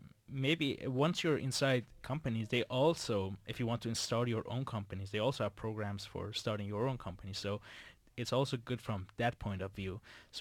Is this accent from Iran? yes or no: yes; Iran; English is a second language; Like, I come from Iran, and it's not much more warmer, but it's a bit warmer than here.